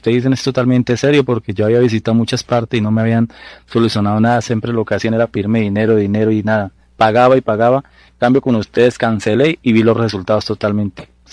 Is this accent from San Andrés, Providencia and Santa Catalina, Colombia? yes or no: no; Santa Rosa de Viterbo, Boyacá, Colombia; vengo de Santa Rosa de Viterma a dar un testimonio de agradecimientos con ustedes.